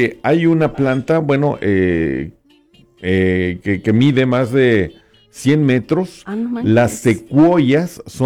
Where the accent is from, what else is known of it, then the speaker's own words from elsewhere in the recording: northern France, France; Allá en, bueno, de mi pueblo